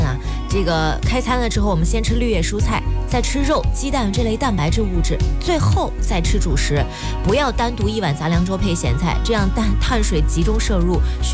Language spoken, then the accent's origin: Chinese; Henan, China; 我们河南话